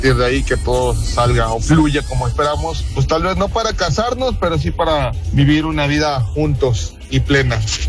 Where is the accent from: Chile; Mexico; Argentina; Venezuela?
Mexico; Mexico City; Yo soy de la Ciudad de México